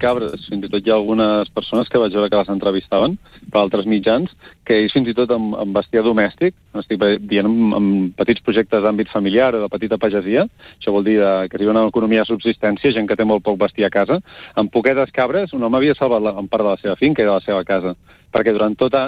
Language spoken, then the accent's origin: Catalan; Barcelona, Catalonia, Spain; born there; moved away; com que l'accent em delata, que soc nascut a Barcelona